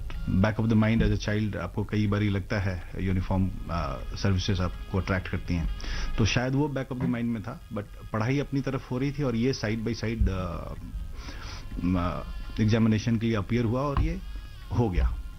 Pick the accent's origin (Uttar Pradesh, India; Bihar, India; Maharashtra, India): Bihar, India; मैं बिहार में पैदा पला बड़ा बड़ा हुआ